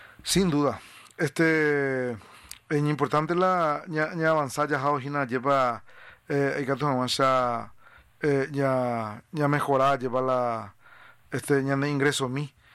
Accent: Paraguay

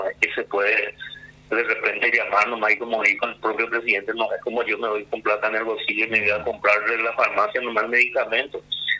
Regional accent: Paraguay

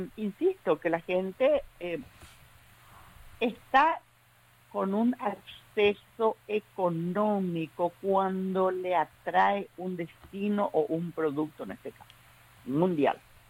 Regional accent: Paraguay

